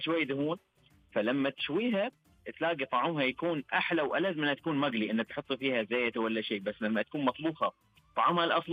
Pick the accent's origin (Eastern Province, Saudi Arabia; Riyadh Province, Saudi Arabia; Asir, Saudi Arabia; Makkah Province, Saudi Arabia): Eastern Province, Saudi Arabia; Qatif; عندنا إحنا في القطيف